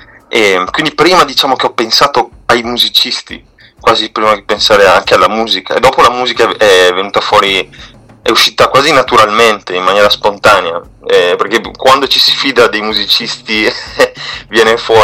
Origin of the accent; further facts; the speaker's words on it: Chioggia, Veneto, Italy; accent: Chioggiotto; E poi chiaramente io vengo da Chioggia, come vedrai di titoli, no? Del mio ultimo disco sono tutti neanche in Veneto, proprio nel dialetto mio che è il chioggiotto